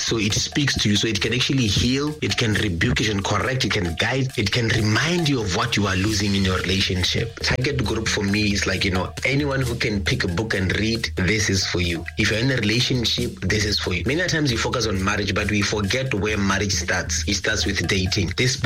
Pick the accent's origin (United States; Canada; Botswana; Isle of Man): Botswana; Francistown; moved away as an adult; also born or lived in Orapa / Molepolole; now in Maun, Botswana; I'm a 40-year-old Kalanga man. I grew up in Orapa and Francistown. And I did my tertiary in Molepolo